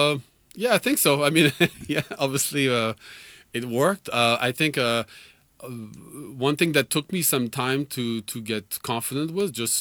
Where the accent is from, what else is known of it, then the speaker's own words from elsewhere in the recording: Île-de-France, France; moved away as an adult; also born or lived in rural Maine; now in United States; So I grew up in suburbs of Paris, northern suburbs of Paris. It's like very inner city-like.